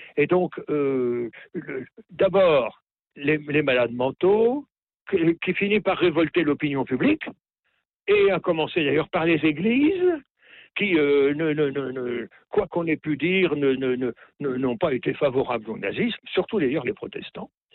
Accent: Normandy, France; C'est pas parce que je suis normand que je vous dis oui

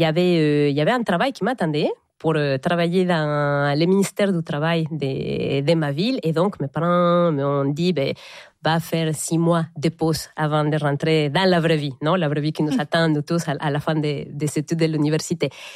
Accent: Querétaro, Mexico; accent: Mexican; French is a second language; now in France; Alors moi j'ai grandi dans une ville qui s'appelle Querétaro. Et donc, qui est au nord de la ville de Mexico, à 1205 kilomètres, mais pas au nord du pays. C'est vraiment dans les centres du pays.

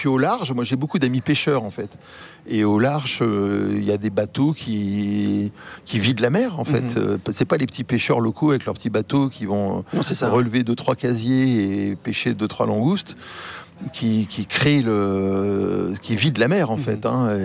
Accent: Martinique, France; moi, j'ai grandi à la Martinique et j'y retourne régulièrement.

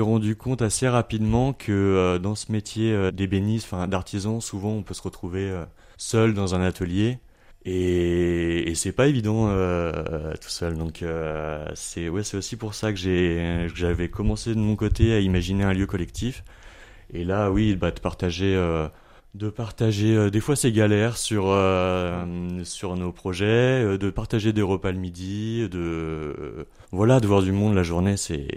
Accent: Brittany, France; moved away as an adult; also born or lived in Paris / Avignon; now in Haute-Loire, France; Oui, je suis originaire de Bretagne. Après, j'ai passé quelques années à Paris.

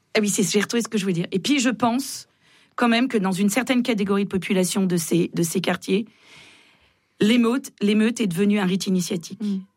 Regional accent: Nanterre, Île-de-France, France; moi, je suis de Nanterre, pas de police municipale. La nuit, il y a une voiture pour Nanterre.

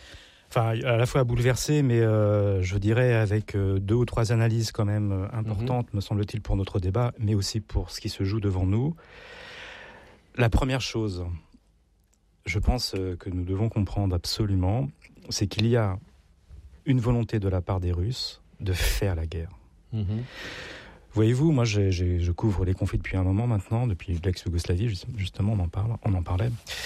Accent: France; Vous avez vu ce que ça a fait chez nous en France, les cours en ligne.

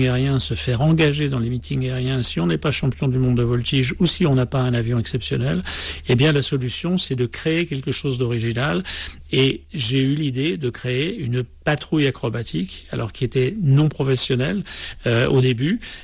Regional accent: Dijon, Bourgogne-Franche-Comté, France; also born or lived in Cambrai; je suis né à Cambrai, mais mon père était militaire, donc j'y suis resté très très peu. Et la destination suivante, c'était Dijon, à la fin des années 50.

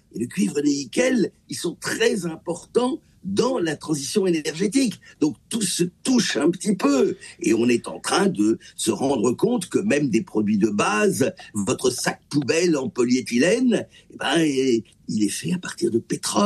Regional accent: South-West, France

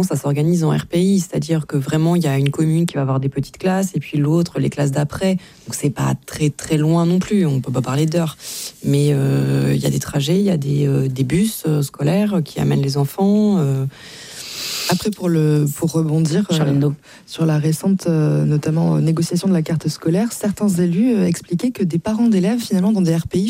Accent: Nouvelle-Aquitaine, France; Mais c'est déjà le cas chez nous en Haute-Vienne, certains sont venus et certains sont aussi repartis.

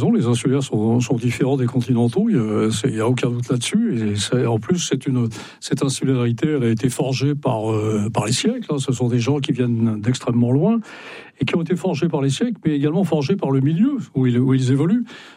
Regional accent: Brittany, France; la Bérédute, qui est le village de mon enfance dans le Finistère Nord.

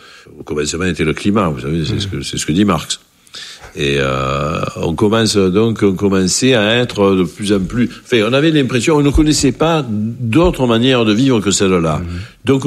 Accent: Marseille, Provence-Alpes-Côte d'Azur, France; born or raised there

